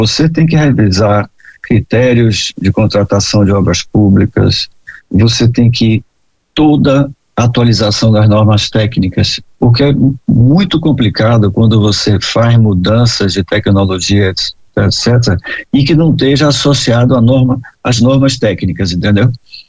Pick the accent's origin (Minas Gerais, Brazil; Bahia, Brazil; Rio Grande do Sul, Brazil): Bahia, Brazil